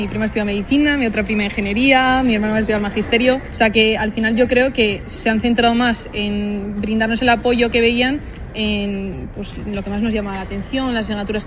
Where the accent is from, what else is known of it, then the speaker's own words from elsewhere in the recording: Logroño, La Rioja, Spain; Entonces, tenerla aquí en Logroño, de donde soy, pues era perfecto.